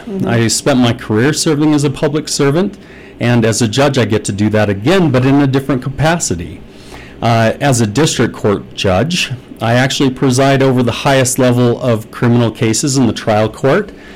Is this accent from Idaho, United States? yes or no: yes; Liberty, Idaho, United States; I am from Liberty, actually, just here in Bear Lake. I grew up here, and my father was actually